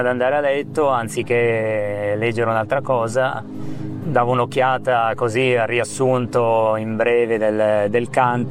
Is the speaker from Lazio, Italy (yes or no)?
no; Milan, Lombardy, Italy; moved away as an adult; now in Trentino, Italy; Io sono nato a Milano nel 64. Cioè, ho vissuto tanti anni a Milano, fino a 29 anni, poi mi sono trasferito in Trentino.